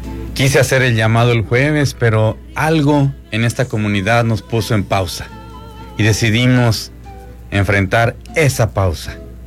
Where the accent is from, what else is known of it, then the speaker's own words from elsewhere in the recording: Mexico; now in Bryan/College Station, United States; particularmente usted y yo, mexicano